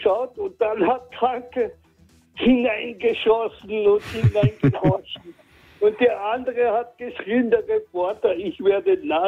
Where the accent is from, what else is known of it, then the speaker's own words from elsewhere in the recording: Carinthia, Austria; now in Salzburg, Austria; Bin ein gebürtiger Kärntner und ich bin am Bauernhof aufgewachsen.